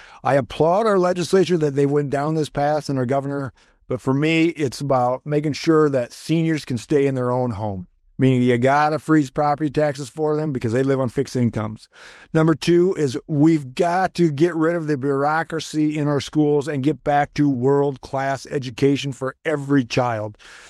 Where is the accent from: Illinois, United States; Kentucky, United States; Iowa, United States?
Iowa, United States; I'm born and raised in Northwest Iowa. I lived here all my life, lived in the same town, went to the same church all my life.